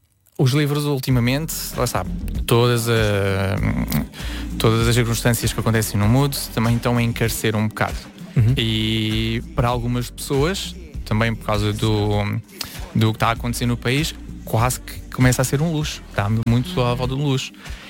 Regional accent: Seixal, Lisbon, Portugal; moved away as an adult; now in Almada, Portugal; eu originalmente sou do Seixal, praticamente vizinho da Almada, mas mudei-me há uns anos para lá.

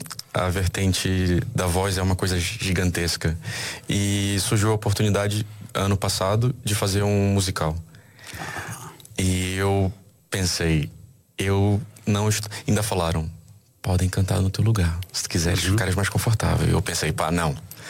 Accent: São Luís, Maranhão, Brazil; moved away; a cultura da minha cidade, que é São Luís, e a cultura do meu estado, que é o Maranhão.

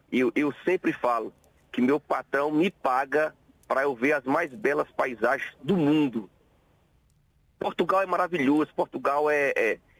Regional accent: Teófilo Otoni, Minas Gerais, Brazil; Bem pertinho de BH. Eu sou de uma cidade chamada Teófilo Otoni.

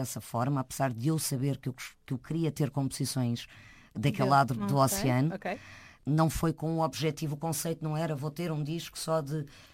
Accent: Portugal; É em Portugal que nasce qualquer disco que eu faça, certo, porque a música que eu possa fazer nasce sempre na sua essência do sítio de onde eu vim.

